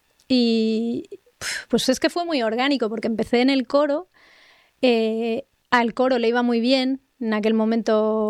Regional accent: Spain; hay algo de nosotros, como españoles quizá, que les gusta.

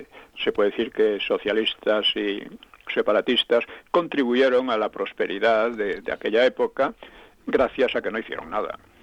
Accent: Spain; a nosotros como españoles

